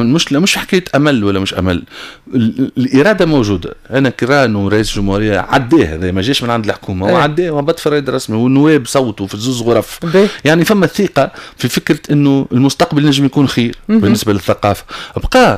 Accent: Tunisia; انا تونسي ونحب البلاد هذيا

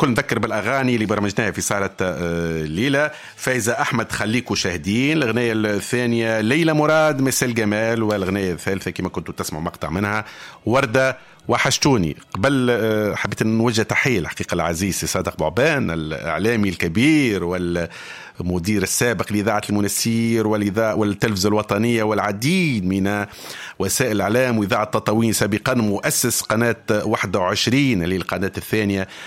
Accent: Tunisia; accent: Tunisian

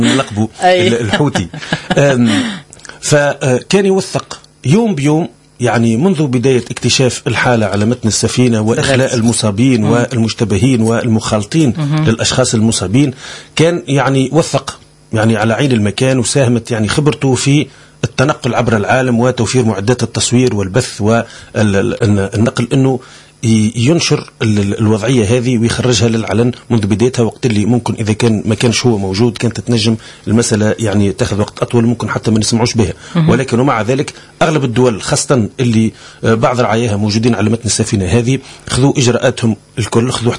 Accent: Tunisia; إحنا نسبيا في تونس

